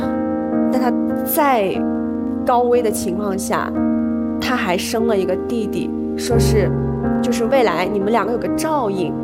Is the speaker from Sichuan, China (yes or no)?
no; Guangzhou, Guangdong, China; also born or lived in Jiangxi; 我其实老家是江西，生长在广州。